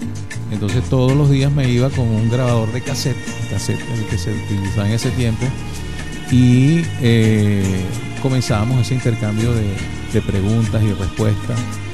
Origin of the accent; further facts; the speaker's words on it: Valencia, Carabobo, Venezuela; born there; realmente yo nací en Valencia